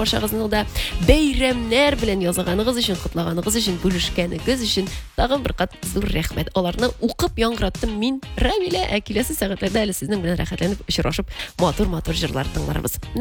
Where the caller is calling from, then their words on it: Bätke, Tatarstan, Russia; Хәерле көннәр … барлык туганнарымны һәм барлык Татар радиосын тыңлаучыларын җиңү бәйрәме белән котлыйм.